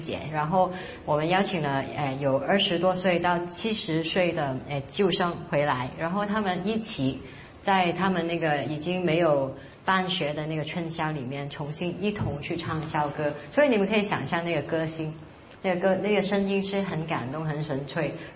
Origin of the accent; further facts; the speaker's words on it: Hong Kong; 我自己以前在香港城市里面长大，然后突然之间有一个机会进到香港的村里面去